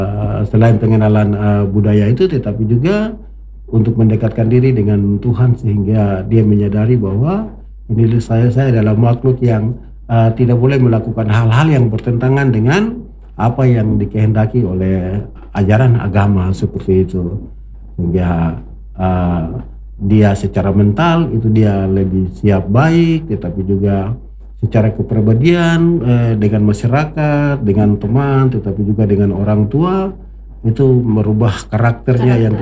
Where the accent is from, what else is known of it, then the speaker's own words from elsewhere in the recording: Papua, Indonesia; inilah saya Papua, Papua ya.